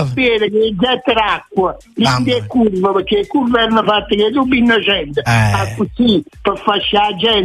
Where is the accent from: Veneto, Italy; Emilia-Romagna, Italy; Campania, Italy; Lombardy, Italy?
Campania, Italy; Naples; Io sono nato a Mergellina.